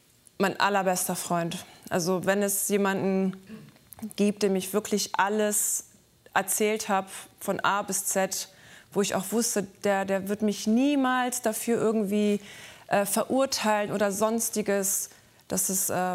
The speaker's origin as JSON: {"language": "German", "country": "Iran", "said": "Also wir kommen aus dem Iran, Jiva ist kurdischer Abstammung, ich bin persischer Abstammung."}